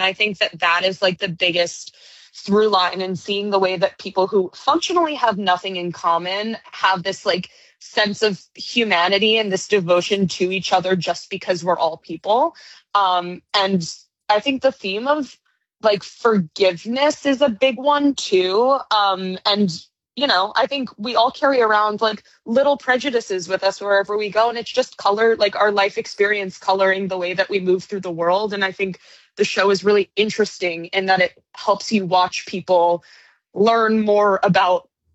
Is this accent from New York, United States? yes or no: yes; New York City, New York, United States; I am born and raised in New York City. So I got the privilege of growing up around a lot of Broadway.